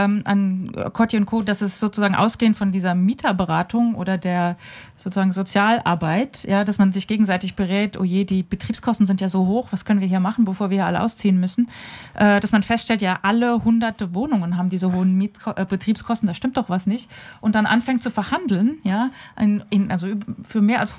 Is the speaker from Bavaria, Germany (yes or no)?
no; Berlin, Germany; wir werden als Berliner nochmal ein Gesetz machen.